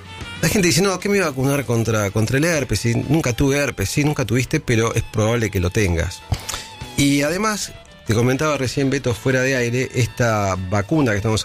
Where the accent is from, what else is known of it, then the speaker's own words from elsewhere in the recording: Argentina; Nosotros, bueno, somos argentinos, estamos siempre preparados para la guerra.